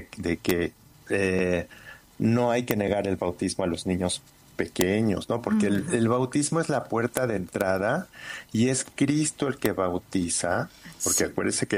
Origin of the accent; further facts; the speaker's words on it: Mexico; Porque ella escogió esa casa y porque yo soy mexicano. Pero sabemos los mexicanos muy bien, ¿no?